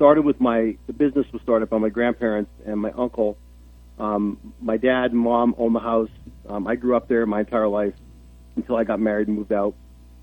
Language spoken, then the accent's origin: English; Nesquehoning, Pennsylvania, United States; now in Pittston, United States; I am from a small little town in northeastern Pennsylvania called Nesquehoning.